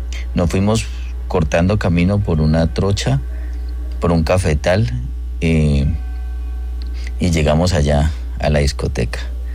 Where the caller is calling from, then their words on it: Pitalito, Huila, Colombia; Yo me encuentro por acá, somos de acá de Pitalito, Huila.